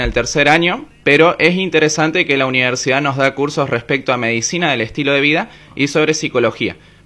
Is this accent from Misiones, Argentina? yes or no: yes; Misiones, Argentina; Soy de Misiones, del norte.